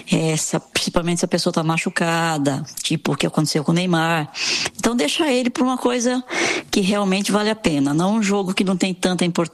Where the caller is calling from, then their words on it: São Paulo, Brazil; sou do Jardim Germânia, São Paulo.